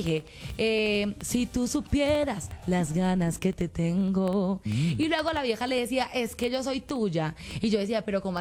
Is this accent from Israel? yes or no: no; Colombia; A ver, yo amo Colombia, yo soy colombiana.